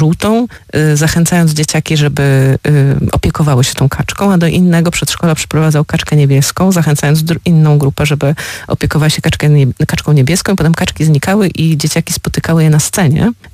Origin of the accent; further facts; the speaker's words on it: Warsaw, Masovian Voivodeship, Poland; Ponieważ my jesteśmy z Warszawy